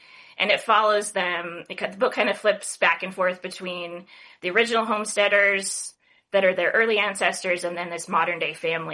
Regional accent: Montana, United States; born there; also born or lived in Alaska; I was born in Alaska and then grew up partially on an island there and then in Montana, where I live now.

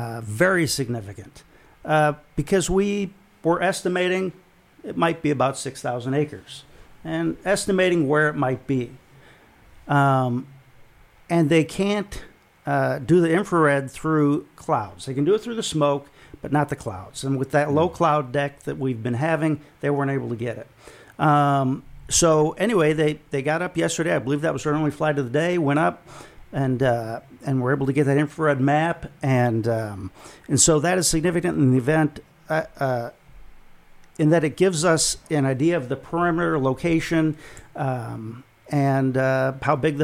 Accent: South Dakota, United States; I'm from South Dakota.

